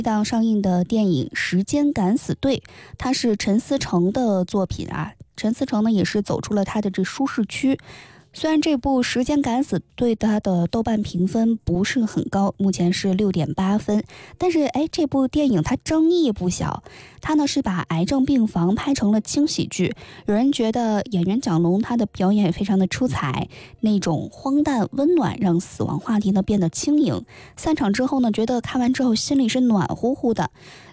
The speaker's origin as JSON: {"language": "Chinese", "region": "northern China", "country": "China", "said": "我们作为北方人听不懂这个潮汕方言"}